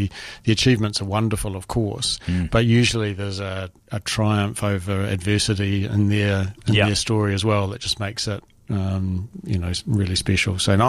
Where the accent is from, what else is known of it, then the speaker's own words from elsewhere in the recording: New Zealand; my heart burst just as a Kiwi watching him